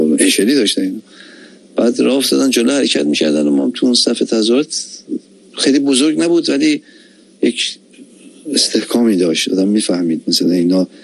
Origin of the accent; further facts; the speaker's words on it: Tehran, Tehran Province, Iran; والله اول من بچه تهرانم، بچه نارمکم.